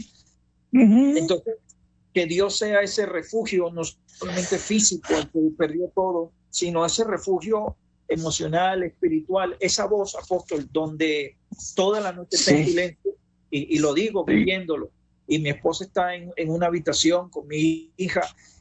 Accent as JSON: {"language": "Spanish", "country": "Venezuela", "said": "nosotros como venezolanos estamos creciendo en el carácter"}